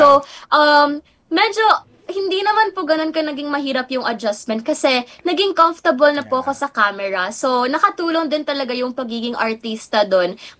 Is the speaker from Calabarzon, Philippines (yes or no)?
no; Manila, Metro Manila, Philippines; So kahit na artista po ako dati and talagang sa Manila po ako lumaki, parang nung umuwi po ako dito, mas nasanay na akong mag-Bisaya.